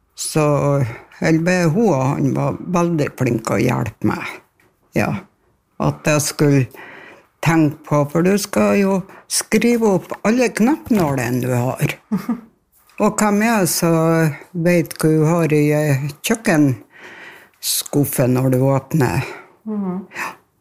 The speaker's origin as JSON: {"language": "Norwegian", "town": "Kristiansund", "region": "Møre og Romsdal", "country": "Norway", "moved": "as an adult", "lives_now": "Steigen, Norway", "said": "Nei, jeg er fra Kristiansund."}